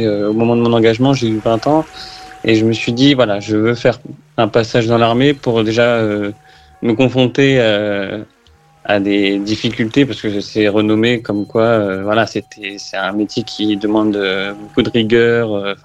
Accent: Noisiel, Île-de-France, France; J'étais en Ile-de-France, j'ai fait toute ma scolarité, toute mon enfance en Ile-de-France dans le 77.

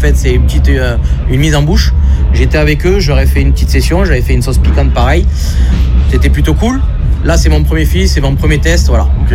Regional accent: Mudaison, Occitanie, France; Moi je suis à côté, je suis de Mudaison

